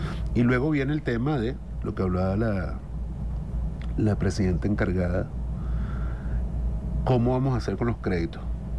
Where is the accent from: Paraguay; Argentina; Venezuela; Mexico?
Venezuela; Esta es una oportunidad para sentarse como venezolanos a replantearnos en La Guaira